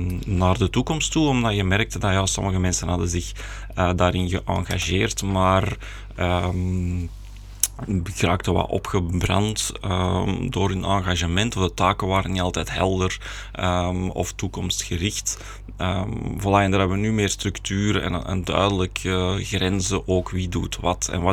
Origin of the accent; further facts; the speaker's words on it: Antwerp, Flanders, Belgium; ik ben geboren en getogen Antwerpenaar. En ik woon op de Dam sinds 2013, dus 13 jaar nu ongeveer.